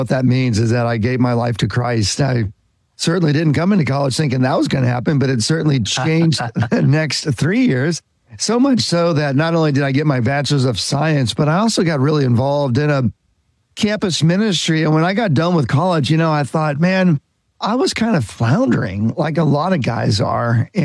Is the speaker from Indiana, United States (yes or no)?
yes; Indiana, United States; But, you know, Michael, I grew up in Indiana, went to college at Purdue University.